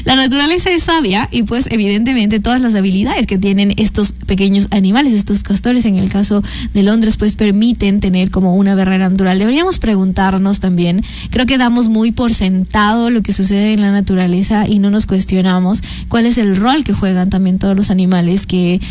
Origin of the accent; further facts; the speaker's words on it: Ecuador; nos distingue como ecuatorianos, tal vez como latinoamericanos un poco.